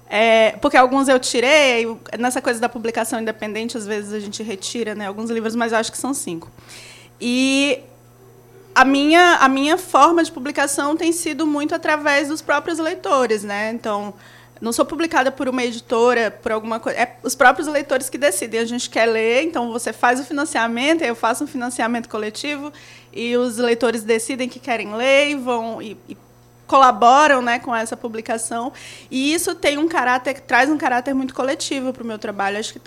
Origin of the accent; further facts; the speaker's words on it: Maranhão, Brazil; eu só escrevo como eu escrevo porque eu sou do Maranhão.